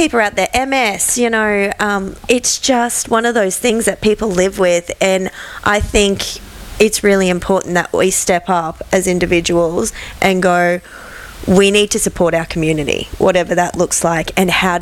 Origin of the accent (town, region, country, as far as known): Australia